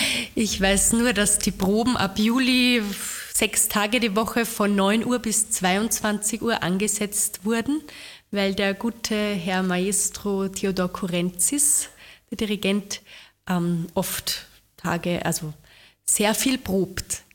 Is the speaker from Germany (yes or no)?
no; Gumpoldskirchen, Lower Austria, Austria; da durfte ich mitwirken im Kinderchor in meiner Heimat Gumpoldskirchen